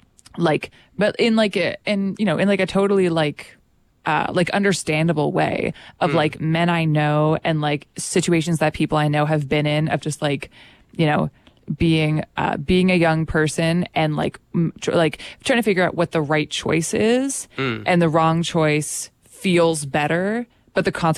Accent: St. John's, Newfoundland and Labrador, Canada; moved away; growing up in St. John's and then like living here for the past few years

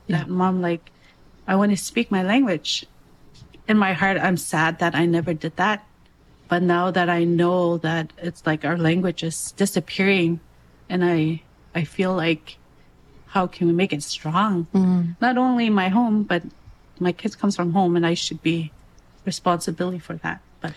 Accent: Northwest Territories, Canada; I'm from Dene, like the Dalene Gotine

